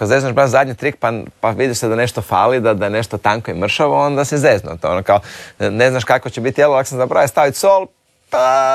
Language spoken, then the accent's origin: Croatian; Croatia; Međutim, nisu baš bili samo američki, ja sam iz Hrvatske.